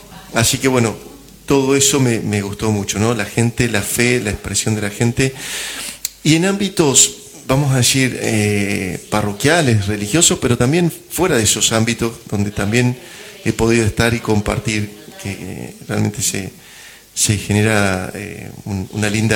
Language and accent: Spanish; Gualeguaychú, Entre Ríos, Argentina; born there; moved away as an adult; now in Concepción del Uruguay, Argentina; estudié el seminario en Gualeguaychú, siempre había vivido en Gualeguaychú.